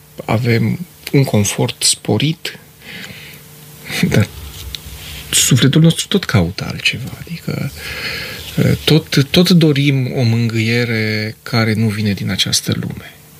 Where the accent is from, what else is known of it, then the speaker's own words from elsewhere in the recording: Romania; noi ca români